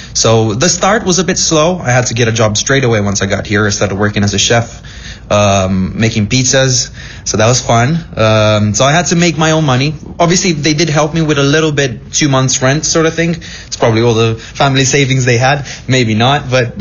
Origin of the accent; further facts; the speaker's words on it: Romania; English is a second language; Romania. It's out of town. And I was like, okay, do I want to go to Bucharest? If I actually leave my hometown, may as well just go somewhere else.